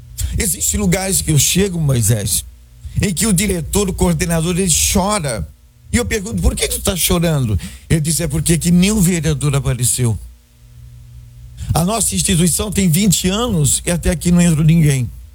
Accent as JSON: {"language": "Portuguese", "town": "Camboriú", "region": "Santa Catarina", "country": "Brazil", "tie": "born there", "said": "eu sou da cidade de Camboriú, nasci num bairro chamado Rio Pequeno, que hoje não é pequeno, é grande, né?"}